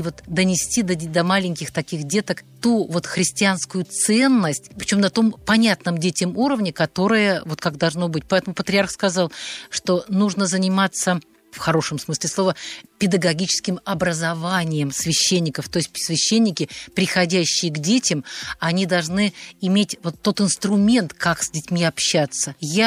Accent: Belarus; Мы, кстати, тоже с Белоруссии.

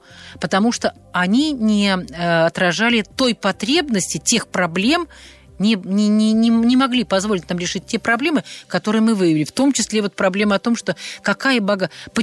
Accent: Belarus; Мы, кстати, тоже с Белоруссии.

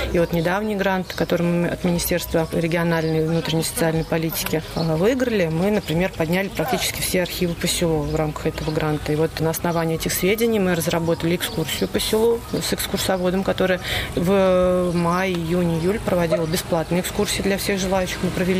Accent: Nizhny Novgorod, Nizhny Novgorod Oblast, Russia; Ну, я из Нижнего Новгорода, наша семья из Нижнего Новгорода, но детство я проводила у бабушки в Большом Рашкинском районе.

